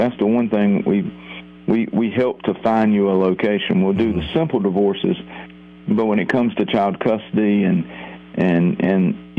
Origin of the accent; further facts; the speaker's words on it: Wilson, North Carolina, United States; I'm from Wilson, so, I mean, Wilson's kind of country.